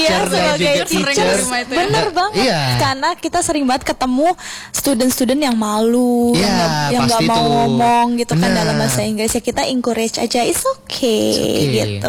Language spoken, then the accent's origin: Indonesian; Jambi, Indonesia; born there; also born or lived in West Java / Jakarta; Aku kan kebetulan anak pertama juga dari 4 bersaudara. Cuman aku itu yang lahir di Jawa Barat. Terus kalau untuk SMP dan SMA-nya juga di Jambi.